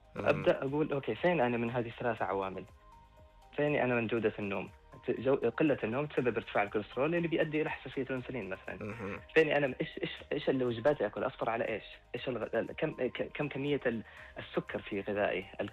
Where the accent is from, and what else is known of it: Saudi Arabia